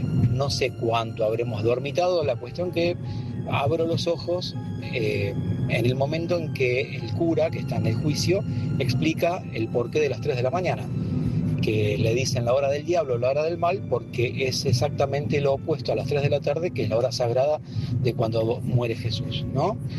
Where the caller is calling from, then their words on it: Buenos Aires, Argentina; de Parque Chacabuco.